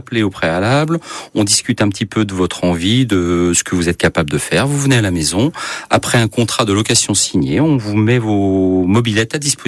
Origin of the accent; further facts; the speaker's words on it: Centre-Val de Loire, France; des jolis petits coins d'Anchers, parce que je suis originaire d'Anchers, toute la campagne tourangée